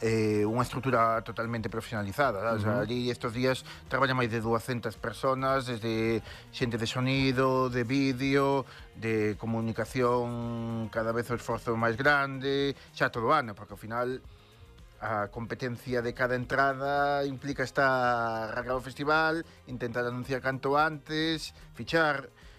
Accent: Vilaxoán, Galicia, Spain; somos xe de Vilaxoán, da Terra das Revenidas, onde se canta moi ben e se bañan as mantidas.

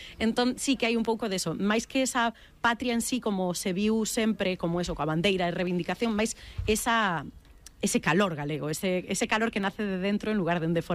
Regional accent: A Coruña, Galicia, Spain; nos nunca dicíamos somos de Coruña ou somos españoles, ou sempre dicíamos somos galegos.

